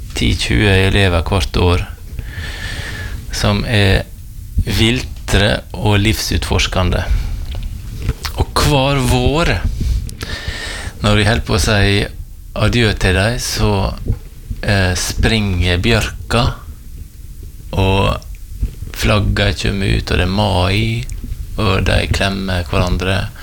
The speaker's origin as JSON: {"language": "Norwegian", "town": "Valderøya", "region": "Møre og Romsdal", "country": "Norway", "said": "Opprinnelig så kommer jeg fra Valdrøya."}